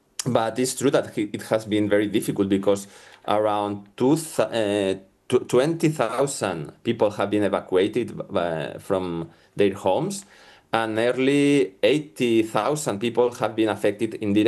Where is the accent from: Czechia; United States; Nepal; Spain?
Spain; La Vall d'Uixó, Valencian Community; English is a second language; in my hometown, in La Vall d'Uixó